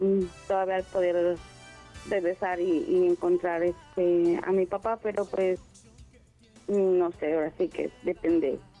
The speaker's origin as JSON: {"language": "Spanish", "town": "Atizapán", "region": "State of Mexico", "country": "Mexico", "tie": "born or raised there", "said": "Del Estado de México."}